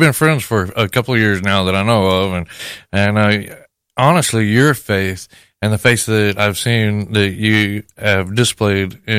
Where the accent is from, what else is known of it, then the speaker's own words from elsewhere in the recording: McCamey, Texas, United States; Well, I grew up in McCamey, which was just south of Odessa, Midland. My dad was an oil field guy, a Vietnam veteran.